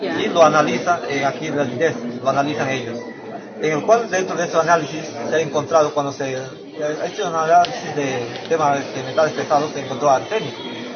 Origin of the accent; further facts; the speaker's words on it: Peru; conozco bien mi pueblo